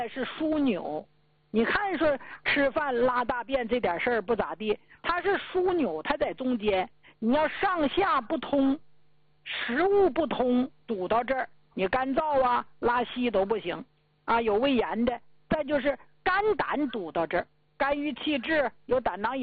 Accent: Jilin, China; 我在咱们老家吉林讲课七年

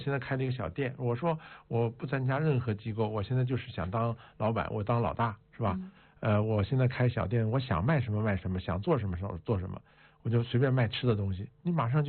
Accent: China

